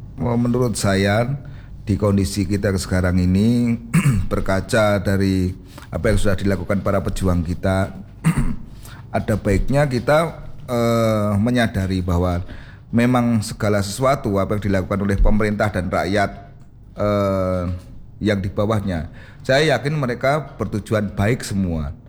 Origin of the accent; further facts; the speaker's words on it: Surakarta, Central Java, Indonesia; Kalau orang Jawa, kita orang Solo